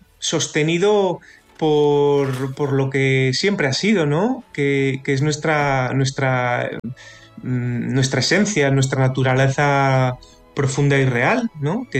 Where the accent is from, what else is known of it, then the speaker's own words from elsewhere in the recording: Cantabria, Spain; yo soy de Cantabria, vivo en Cantabria, vivo en otros sitios